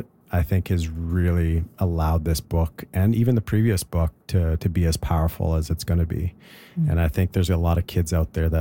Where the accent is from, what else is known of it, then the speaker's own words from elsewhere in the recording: Alberta, Canada; I'm Dene from Northern Alberta.